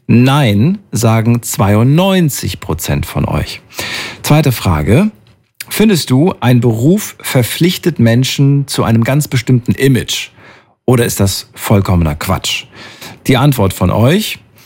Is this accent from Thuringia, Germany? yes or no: yes; Thuringia, Germany; Früher bin ich aus Thüringen und so weiter und da war FKK ganz normal, ne, in der ehemaligen DDR.